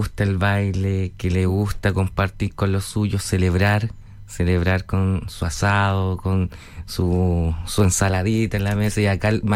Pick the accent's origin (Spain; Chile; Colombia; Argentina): Chile; Longaví, Maule; nosotros como longavianos